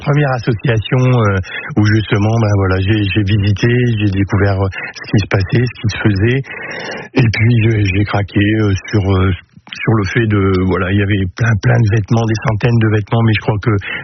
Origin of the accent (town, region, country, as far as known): Lille, Hauts-de-France, France; born there